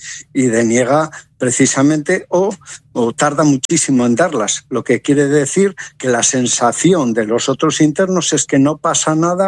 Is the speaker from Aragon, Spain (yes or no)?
no; Cantabria, Spain; como los españoles pues somos más, o los cántabros pues somos más